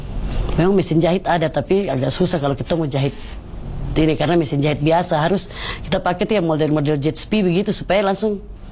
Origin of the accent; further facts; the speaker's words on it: Papua, Indonesia; tolong jaga ini hasil budaya kami orang Papua.